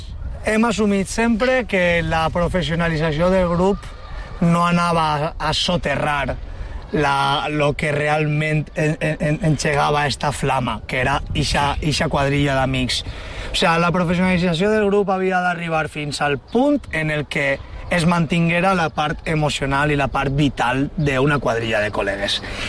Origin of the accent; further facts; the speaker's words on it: Valencian Community, Spain; la cosa tan personal que tenim nostra com a valencians